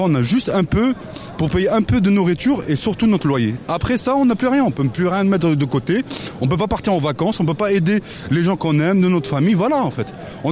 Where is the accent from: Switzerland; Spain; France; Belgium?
France; Courbevoie, Île-de-France; Je suis parisien, je viens de la banlieue, Courbevoie